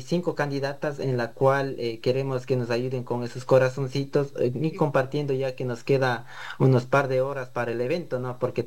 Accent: Cotopaxi, Ecuador; now in Queens, New York, United States; todo el pueblo cotopaxense que nos radicamos acá cerca de Queens, de New York

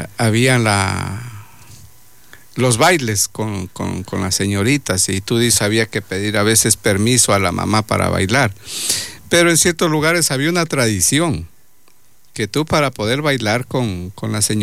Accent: Loja, Ecuador; Nosotros en Loja decimos cuando bien vestido, bien togado.

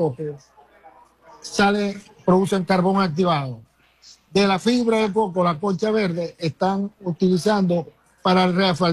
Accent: Venezuela; todos somos venezolanos

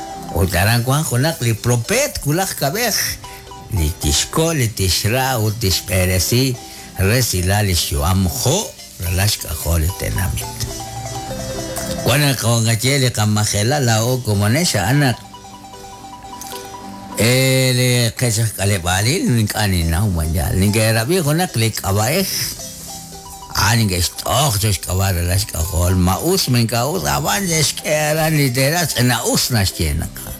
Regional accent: Poptún, Petén, Guatemala; now in Austin, United States; Al saludo desde Agustín, Texas. Soy de Poctún.

